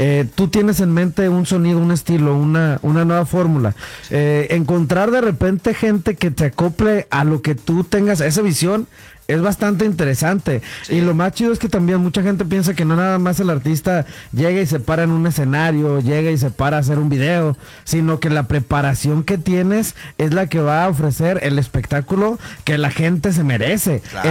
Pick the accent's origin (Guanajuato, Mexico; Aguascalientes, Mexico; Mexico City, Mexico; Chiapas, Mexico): Guanajuato, Mexico; León; Yo soy de León.